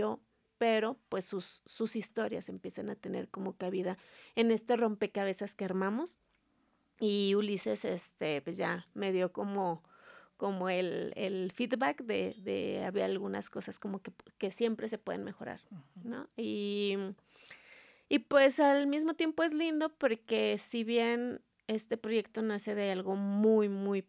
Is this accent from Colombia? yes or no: no; Zacatecas, Mexico; somos de Zacatecas, con realizadores zacatecanos